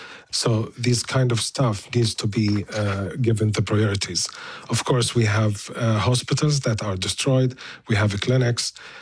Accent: Gaza Strip, Palestine; born or raised there; moved away as an adult

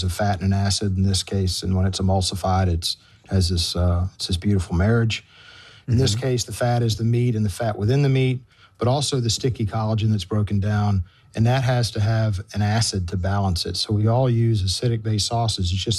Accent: Memphis, Tennessee, United States; born there

